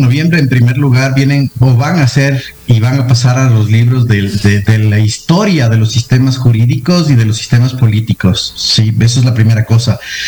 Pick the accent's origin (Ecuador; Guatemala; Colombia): Ecuador; Ese baño de realidad que dimos como ecuatorianos históricamente hablando, creo que son las últimas formas de expresión que nos quedan.